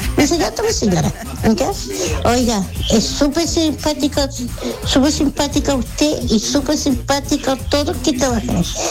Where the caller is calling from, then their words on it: Talcahuano, Biobío, Chile; soy de Talcahuano y trabajo para acá, para la Salina en Concepción.